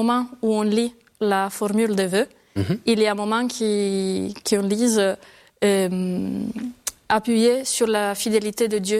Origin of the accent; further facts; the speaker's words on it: Sardinia, Italy; born there; Je suis née en Sardaigne. Mais à 18 ans, c'est le moment de choisir. Donc, je suis partie à Rome pour faire mes études à l'Université de Rome.